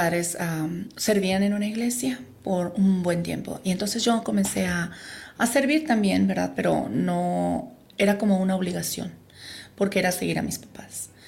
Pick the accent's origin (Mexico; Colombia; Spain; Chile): Mexico; Bueno, yo soy mexicana.